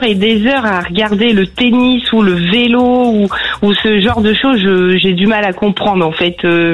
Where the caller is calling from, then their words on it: Normandy, France; J'habite à Auville dans l'Eure, okay. En Normandie.